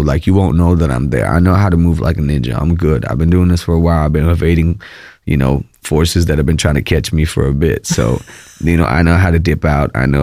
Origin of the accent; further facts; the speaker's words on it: India; first language Malayalam; English is a second language; we're out there in Bangalore, which people don't speak Malayalam, which is my native tongue